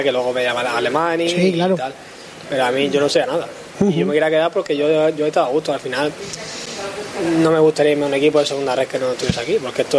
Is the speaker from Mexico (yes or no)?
no; Murcia, Region of Murcia, Spain